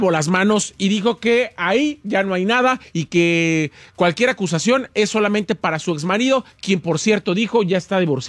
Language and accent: Spanish; Morelia, Michoacán, Mexico; moved away; le mando un saludo a todos mis paisanos de Morelia, Michoacán